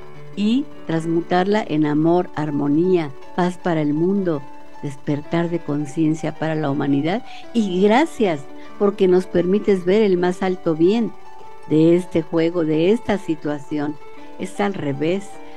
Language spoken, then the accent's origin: Spanish; Mexico